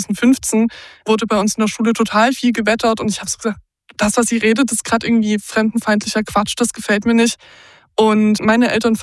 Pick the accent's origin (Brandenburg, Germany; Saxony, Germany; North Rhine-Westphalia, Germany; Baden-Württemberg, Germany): Saxony, Germany; Ich zum Beispiel, ich bin im Osten aufgewachsen, ich bin in Sachsen aufgewachsen, im tiefsten Dorf.